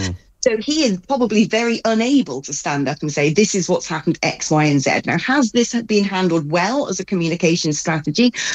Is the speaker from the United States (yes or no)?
no; United Kingdom; as British people.